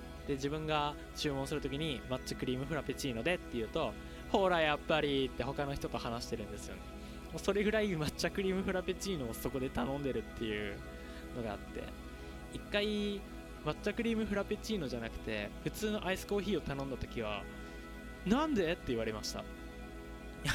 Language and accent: Japanese; Shizuoka, Japan; 静岡出身なんですよ。で、沖縄から静岡にかけて飛行機で飛んで帰るんですけれども、